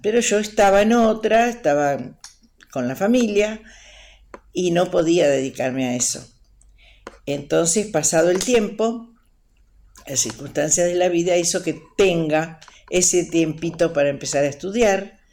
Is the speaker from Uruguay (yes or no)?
yes; Uruguay; now in La Plata, Argentina; Soy uruguaya, hace muchos años que estoy viviendo acá en Argentina y bueno, lo considero mi país. Yo me vine muy jovencita a vivir donde, en Gonet, hoy estoy viviendo en la misma ciudad de La Plata.